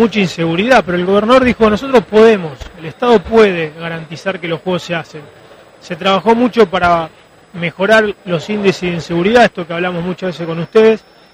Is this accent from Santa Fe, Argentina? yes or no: yes; Santa Fe, Argentina; demostrarnos de qué somos capaces los santafesinos